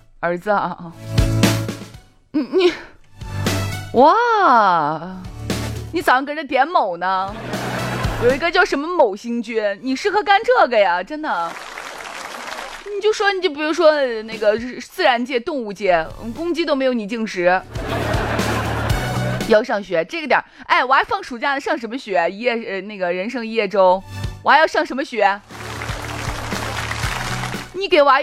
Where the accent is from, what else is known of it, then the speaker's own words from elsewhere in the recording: Xi'an, Shaanxi, China; 我们西安人